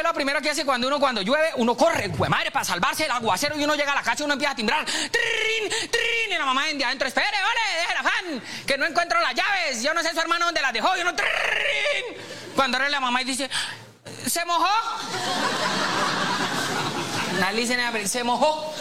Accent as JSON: {"language": "Spanish", "region": "Santander", "country": "Colombia", "said": "soy santandereano"}